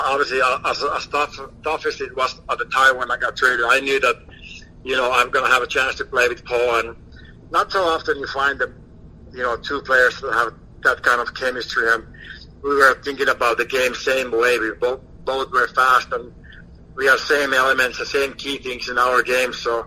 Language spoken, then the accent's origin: English; Finland; Growing up in Finland, you know, we don't have a trade. Coming over here and realize it's all business